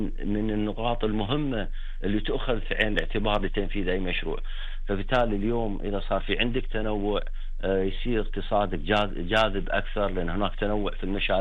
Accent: Kuwait; عندنا في الكويت

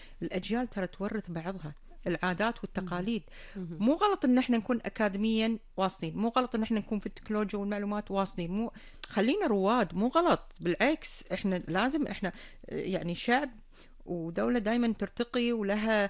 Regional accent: Kuwait; الكويت الله يعز ديرتنا

